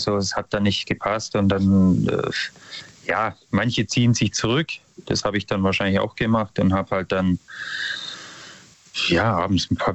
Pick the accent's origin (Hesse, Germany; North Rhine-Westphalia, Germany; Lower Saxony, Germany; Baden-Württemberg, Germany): Baden-Württemberg, Germany; Ulm; Ich bin aus Ulm, Neum.